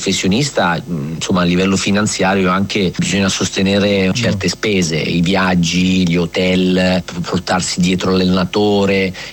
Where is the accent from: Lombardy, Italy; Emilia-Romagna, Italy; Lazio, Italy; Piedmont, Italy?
Lombardy, Italy; Monza; ho fatto un anno in Puglia a Martina Franca col maestro Angelo Sforza, ma sono poi cresciuto sì a Monza con maestri Gambacurta e Galmozzi fino ai 20 anni.